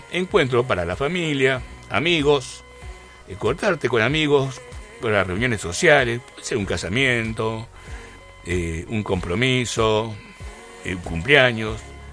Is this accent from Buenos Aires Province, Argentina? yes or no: no; María Grande, Entre Ríos, Argentina; estoy con mis paisanos, ¿no? Mis abuelos son inmigrantes. Y si bien me crié, nací en María Grande y me crié acá cerquita, pero siempre estuve en contacto. Toda mi familia, por mis cuatro lados, estamos inmigrantes del Volga.